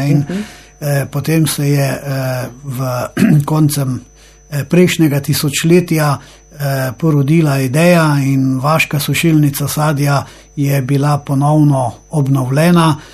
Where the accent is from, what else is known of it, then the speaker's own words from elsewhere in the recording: Prlekija, Slovenia; also born or lived in Ljubljana; now in Gradež, Slovenia; Jaz pravzaprav nisem domačin na Gradežu, ampak prihajam iz Prlekije. Pred 18 leti sva se z ženo preselila na Gradež